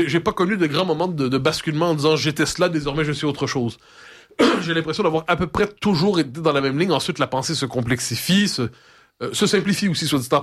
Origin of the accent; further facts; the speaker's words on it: Quebec, Canada; Je suis un jeune Québécois de 1980.